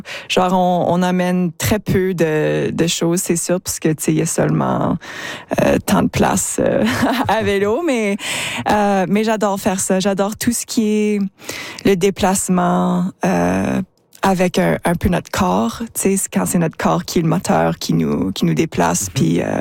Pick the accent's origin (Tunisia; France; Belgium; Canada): Canada; Saskatchewan